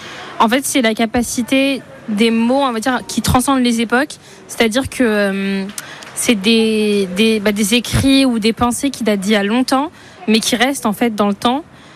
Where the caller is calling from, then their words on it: Tours, Centre-Val de Loire, France; je viens de Tours.